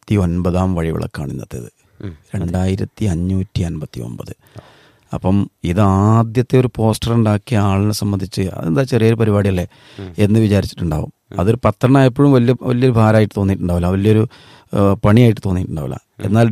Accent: Kerala, India; നമ്മൾ മലയാളി ശ്രോതാക്കളായിട്ടുള്ള

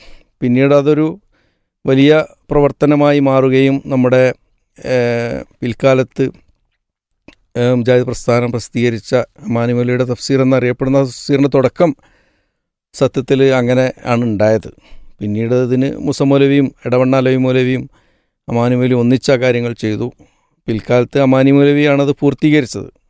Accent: Kerala, India; born there; അദ്ദേഹം ഞങ്ങളുടെ നാട്ടിലാണ് സിയാങ്കണ്ടത്ത് വന്ന

